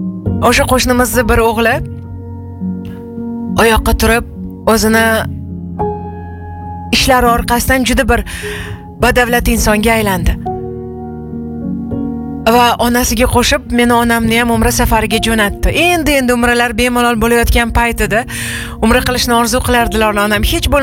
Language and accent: Uzbek; Tashkent, Uzbekistan; Xullas, Toshkentning Beshqayrag'ochida yashaganmiz. Bilasiz, o'zbekona mahallalar, qo'shnilar bir-biri bilan juda ahil, mehr-oqibatli, haqiqiy o'zbek mahallaga borgandek bo'lasiz.